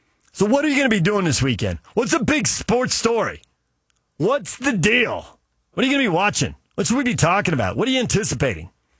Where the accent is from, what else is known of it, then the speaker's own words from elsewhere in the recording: California, United States; Growing up in California is all about baseball. The slow time for me growing up was January and February.